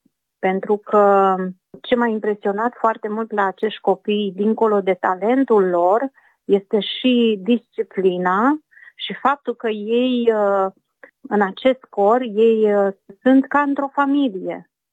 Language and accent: Romanian; Romania; moved away as an adult; now in Budapest, Hungary; ca și româncă care sunt aici de foarte mulți ani, de 35 de ani